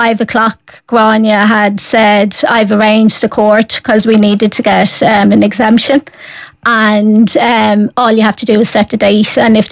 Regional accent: Wicklow, Leinster, Ireland; In Wicklow. Mm. So we're originally from Wicklow.

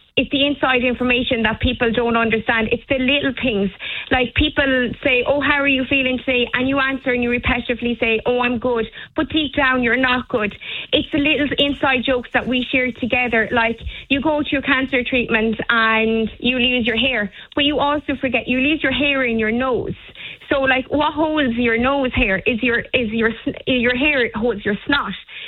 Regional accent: Castletroy, Munster, Ireland; I suppose I'm from Castletroy myself

